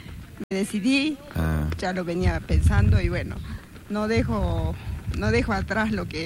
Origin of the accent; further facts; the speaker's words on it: Brealito, Salta, Argentina; moved away; also born or lived in Buenos Aires; vine desde, digamos, nací ahí, me crié y luego me fui y luego volví.